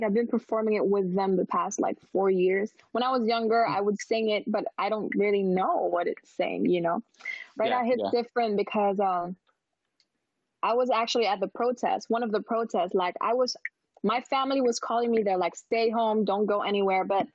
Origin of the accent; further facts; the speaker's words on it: Philippines; moved away; growing up in the Philippines, being a Black girl, being different